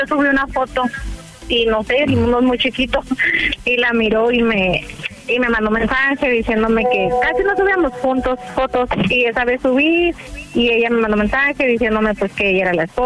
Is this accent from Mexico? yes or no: yes; Mexicali, Baja California, Mexico; 29, Mexicali.